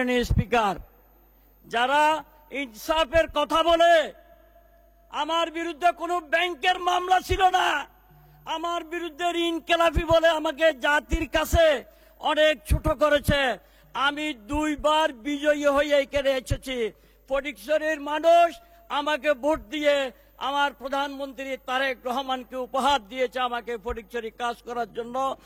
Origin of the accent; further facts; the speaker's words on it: Chittagong, Chittagong Division, Bangladesh; আমরা চট্টগ্রামের লোকজন